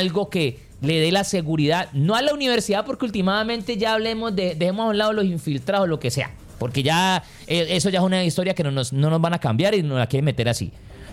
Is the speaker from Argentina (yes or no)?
no; Colombia